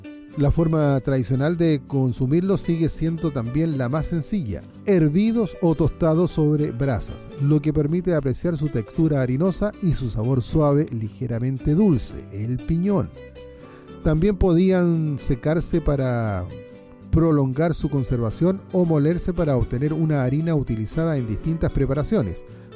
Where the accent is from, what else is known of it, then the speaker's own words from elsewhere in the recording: Chile; es importante tener ese privilegio de nosotros como chilenos